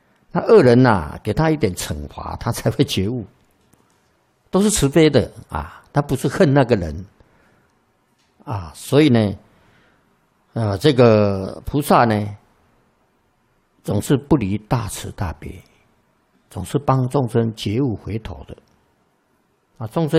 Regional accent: China

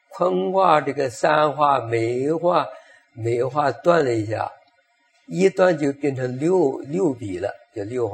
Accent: China; 我们中国人那个取姓名很多从卦里面来讲的

